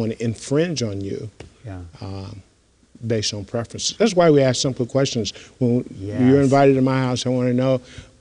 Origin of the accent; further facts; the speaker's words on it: Roanoke Rapids, North Carolina, United States; I grew up in North Carolina.